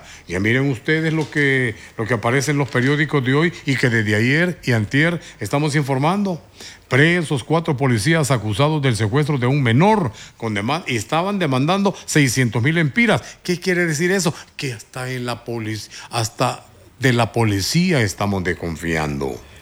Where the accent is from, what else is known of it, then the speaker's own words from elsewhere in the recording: Honduras; la situación que estamos pasando los hondureños.